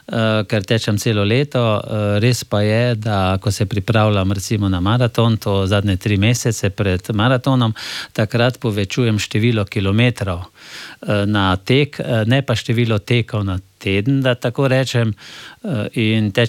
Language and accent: Slovenian; Slovenske Konjice, Savinjska, Slovenia; jaz sem doma iz Slovenskih Konjic, sem šel v Domžale in tam nisem imel možnosti trenirati veliki nogomet v našem kraju, domačem